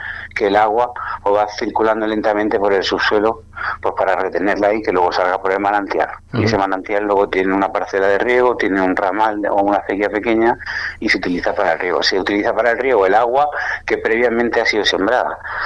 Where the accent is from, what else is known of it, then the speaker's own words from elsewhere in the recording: Andalusia, Spain; la zona de Guadí, que es de donde soy yo